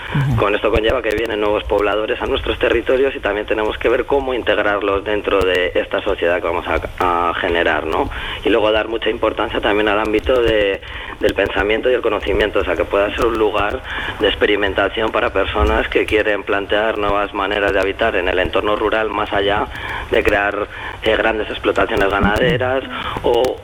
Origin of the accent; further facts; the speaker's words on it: Berlanga de Duero, Castile and León, Spain; Pues sí que realicé la ESO en mi pueblo, luego tuve que ir a Burgo de Osma, un pueblo más grande, ajá.